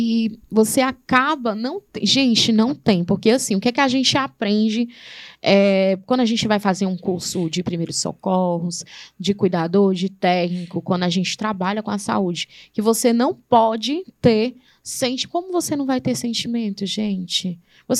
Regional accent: Acopiara, Ceará, Brazil; eu nasci em Acopiara, sou natural

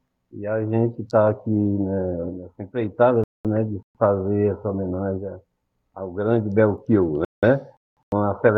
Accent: Independência, Ceará, Brazil; also born or lived in Petrolina / Cariri; now in Garanhuns, Brazil; Ando muito pelo Cariri, Independência, que é a minha terra, né? E eu tenho... Estou morando em Garanhuns, na verdade, há uns 3 anos.

